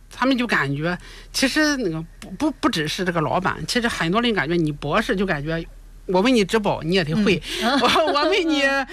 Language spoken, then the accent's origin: Chinese; Shandong, China; 咱山东的话，那么其实从那个明清时期，你像烟台那边原来的气候挺湿润的，